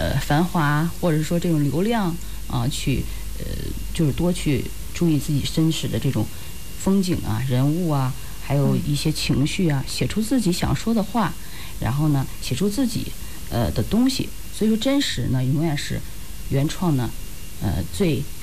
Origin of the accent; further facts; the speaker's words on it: Chengde, Hebei, China; 为我们故乡承德